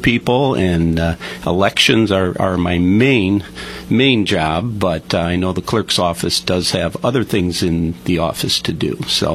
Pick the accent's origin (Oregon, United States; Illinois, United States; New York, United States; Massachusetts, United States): Illinois, United States; Ottawa; I was born and raised here in Ottawa, a lifelong member of LaSalle County, and just grew up down the street here.